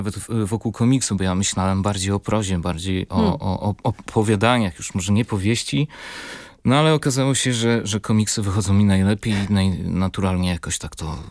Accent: Podlaskie Voivodeship, Poland; cały czas obracałem się wokół takich opowieści z moich rodzinnych stron, z Suwalszczyzny.

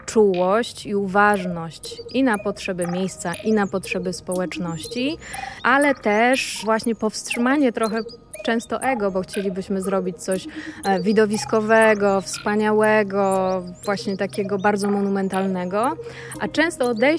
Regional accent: Gdańsk, Pomeranian Voivodeship, Poland; Jestem gdańszczanką

